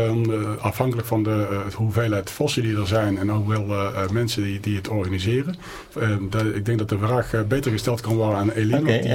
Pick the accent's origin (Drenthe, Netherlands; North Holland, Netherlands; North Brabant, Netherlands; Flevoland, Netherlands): North Brabant, Netherlands; Je hoort het al, ik kom uit Brabant.